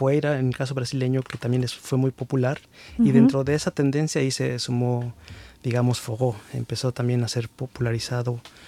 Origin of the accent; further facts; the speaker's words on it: Mexico; now in Germany; conozco un alemán que se siente más mexicano que yo.